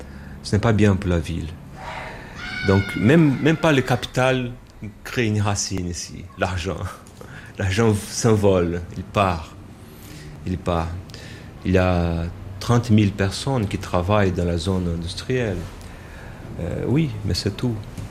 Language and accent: French; Manaus, Amazonas, Brazil; je déteste Manaus, mais c'est ma ville natale